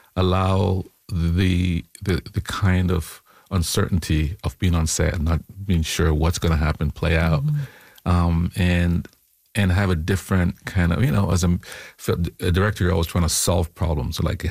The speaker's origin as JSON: {"language": "English", "country": "Jamaica", "tie": "born there"}